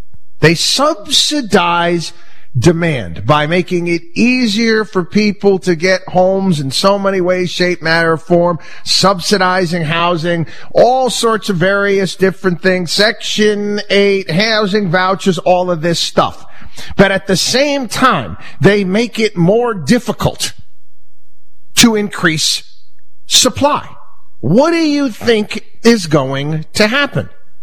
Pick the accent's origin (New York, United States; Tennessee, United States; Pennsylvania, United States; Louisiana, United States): New York, United States; Albany; born or raised there